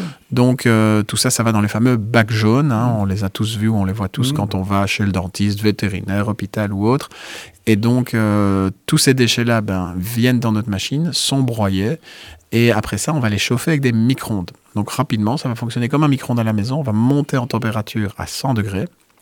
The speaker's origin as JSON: {"language": "French", "town": "Liège", "region": "Wallonia", "country": "Belgium", "tie": "born there", "said": "Moi, je suis né à Liège, donc voilà, on est sur l'axe Liège-Mons."}